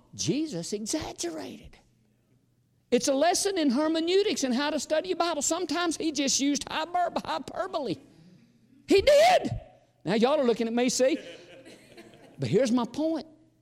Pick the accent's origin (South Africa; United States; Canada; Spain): United States; Tennessee; I'm from Smith County, home of Al Gore.